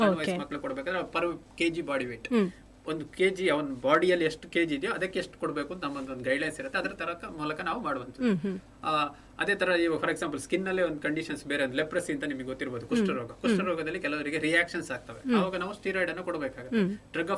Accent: Dakshina Kannada district, Karnataka, India; ನಮ್ಮ ದಕ್ಷಿಣ ಕನ್ನಡ ಜಿಲ್ಲೆಯಲ್ಲಿ

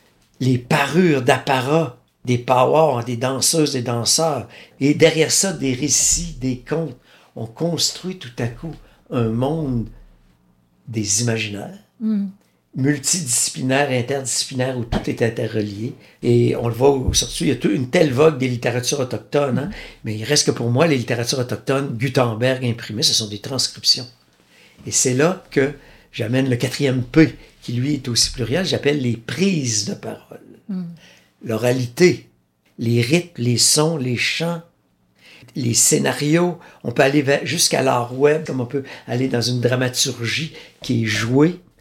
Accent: Wendake, Quebec, Canada; Par exemple, chez nous, à Wendake, on défend beaucoup la présence de Zacharie Théroulin-Vincent comme un pionnier version Beaux-Arts au 19e siècle.

